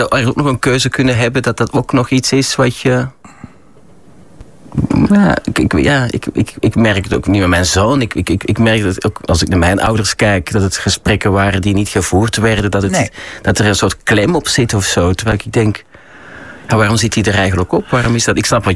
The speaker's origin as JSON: {"language": "Dutch", "country": "Belgium", "moved": "as an adult", "said": "Nee, ik was 19. Ik kwam van een boerengehucht uit België. Ik kwam in Amsterdam terecht. Ik ging hier studeren, Nederland. Toneelschool."}